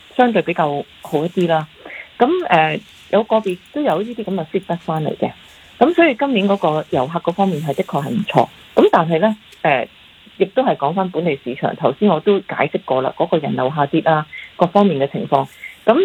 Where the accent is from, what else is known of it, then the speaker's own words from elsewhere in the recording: Hong Kong; 就都系我哋香港人外游嘅一个嘅黄金档期嚟嘅。